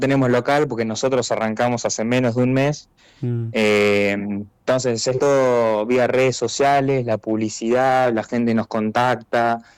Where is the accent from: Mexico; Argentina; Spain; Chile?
Argentina; La Plata, Buenos Aires Province; nosotros somos de La Plata